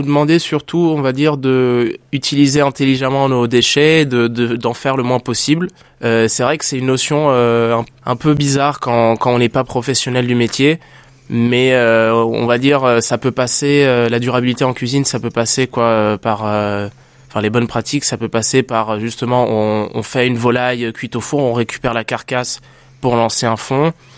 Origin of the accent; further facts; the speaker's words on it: Italy; J'ai décidé de la nommer ricotta parce que je suis italien et je trouvais que la texture, ça rappelait la ricotta.